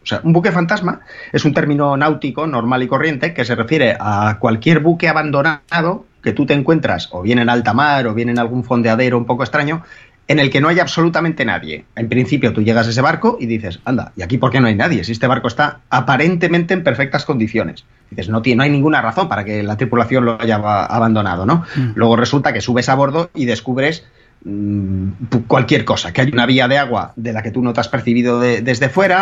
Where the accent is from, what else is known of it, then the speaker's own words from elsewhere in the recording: Galicia, Spain; te voy a contestar como gallego